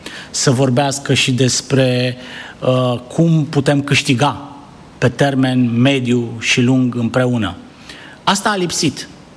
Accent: Romania; Și noi suntem români și noi suntem cetățeni

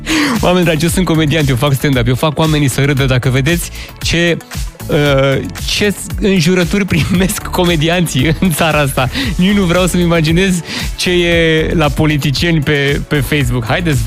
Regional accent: Romania; noi ca români

